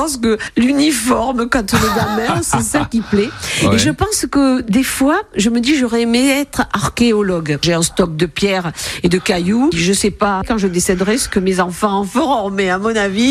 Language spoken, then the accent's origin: French; Brassempouy, Nouvelle-Aquitaine, France; born there; now in Mugron, France; Alors moi … je suis à Mugron depuis 50 ans, je suis née à Brassainpouille